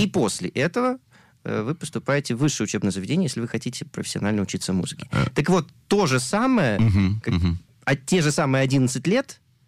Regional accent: Nizhny Tagil, Sverdlovsk Oblast, Russia; Буду я из России, с Урала, из маленького города Нижнего Тагила, где я родился, начинал учиться там в первой музыкальной школе имени Римского-Корсакова

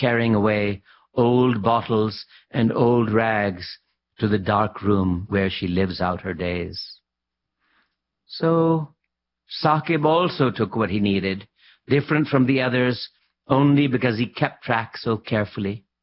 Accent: Lahore, Punjab, Pakistan; born or raised there

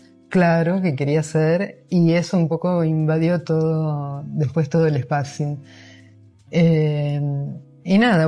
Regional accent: Rosario, Santa Fe, Argentina; now in Venice, Italy; yo también soy de Rosario, así que el río Paraná lo tengo muy adentro.

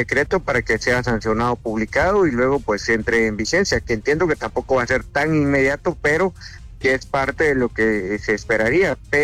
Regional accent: Guatemala; las consecuencias que ahora estamos viviendo como guatemaltecos finalmente.

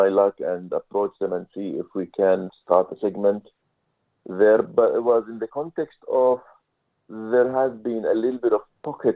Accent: Palestine; now in Australia; I am from Palestine, I am interested in an Arabic speaking program.

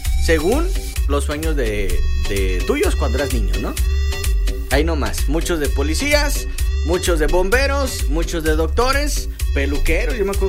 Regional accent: Mexico; yo crecí aquí en el Fobiste 2. Pero con el paso del tiempo fuimos cambiando de casa. Luego a la Buenos Aires.

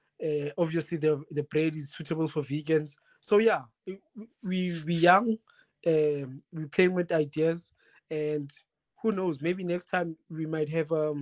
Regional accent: South Africa; we are proudly South African

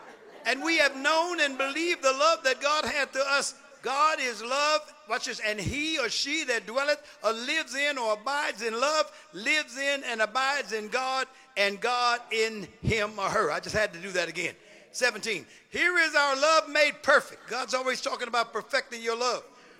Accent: Oakland, California, United States; I'm from West Oakland.

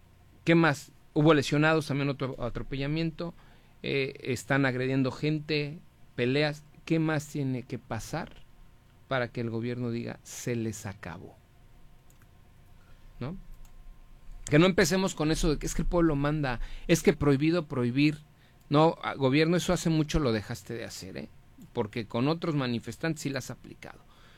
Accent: Mexico; soy mexicano

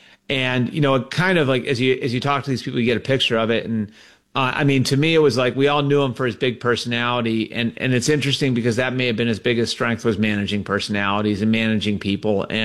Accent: New England, United States; so I was born in 1980. So like one of my earliest memories and growing up in New England was the 85 Bears absolutely annihilating the Patriots

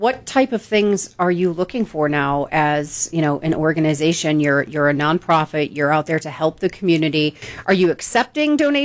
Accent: Lakewood, Ohio, United States; I grew up in Lakewood

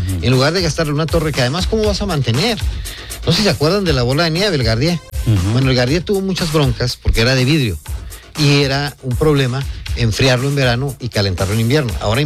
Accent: Ciudad Juárez, Chihuahua, Mexico; Mira, sin duda, Juanjo, yo nací en Juárez, uh-huh. pero no solo eso, me formé en sus escuelas públicas, yo crecí en las calles del centro de la ciudad.

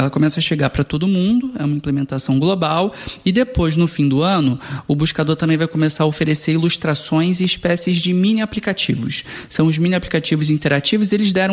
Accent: Rio de Janeiro, Brazil; Cara, eu como carioca quero dizer primeiro que me senti representado

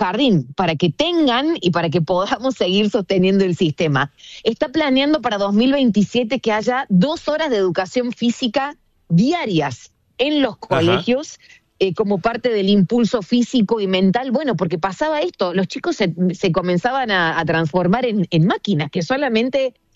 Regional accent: Argentina

